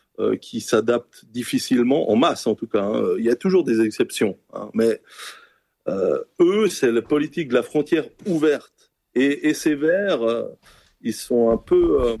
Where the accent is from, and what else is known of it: Switzerland; born there